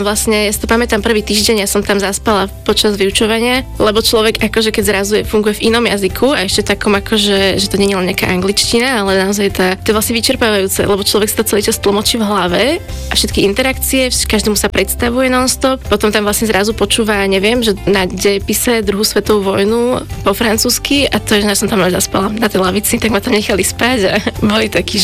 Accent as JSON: {"language": "Slovak", "town": "Bratislava", "region": "Bratislava Region", "country": "Slovakia", "said": "som z Bratislavy a mám 27 rokov."}